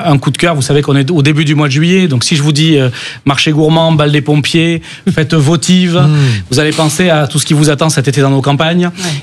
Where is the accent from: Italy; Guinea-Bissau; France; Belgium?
France; Occitanie; je viens du Lot